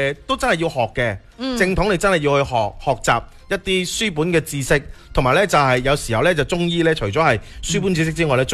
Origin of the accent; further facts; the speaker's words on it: Guangdong, China; 我哋广东人